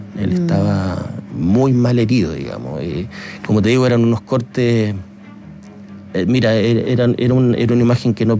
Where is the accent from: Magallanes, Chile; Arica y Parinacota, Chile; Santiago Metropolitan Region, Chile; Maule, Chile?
Magallanes, Chile; Oye, yo soy magallánico, ¿no dice quién es?